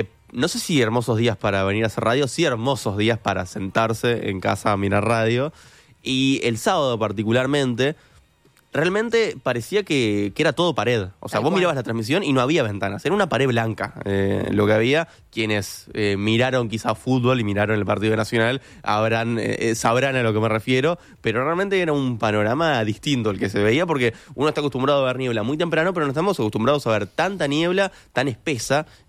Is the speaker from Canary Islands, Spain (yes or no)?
yes; Canary Islands, Spain; now in Uruguay; un alfajor canario, así que estoy satisfecho porque mi tierra está representada.